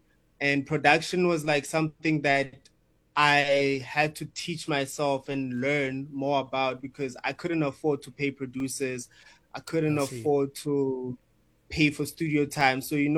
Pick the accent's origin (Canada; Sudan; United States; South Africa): South Africa; Bethlehem, Free State; now in Johannesburg, South Africa; So I came from Bethlehem, like in the Free State, and I had recently just moved to Joburg.